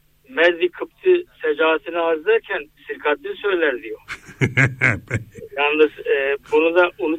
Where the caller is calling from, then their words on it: Ankara, Turkey; ben Ankara'dan.